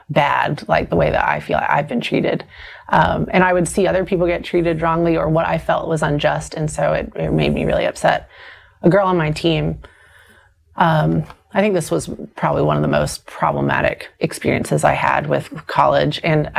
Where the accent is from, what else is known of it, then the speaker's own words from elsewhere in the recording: the South, United States; growing up in the South